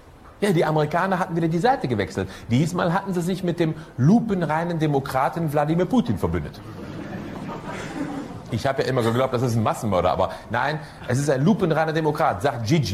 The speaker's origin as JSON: {"language": "German", "country": "Germany", "said": "Ich habe schon Probleme genug, damit Deutscher zu sein"}